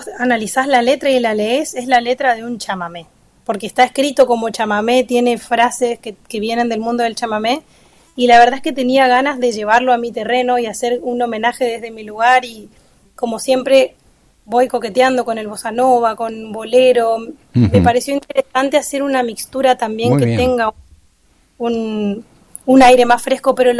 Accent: Chaco, Argentina; now in Buenos Aires, Argentina

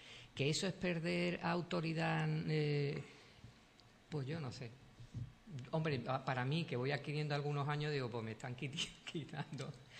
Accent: Andalusia, Spain; soy andaluz y también no, me gustaría estar en una terraza.

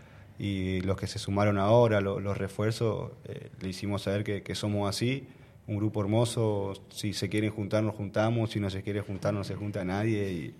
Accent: Argentina; esa historia que nos pasó como argentinos.

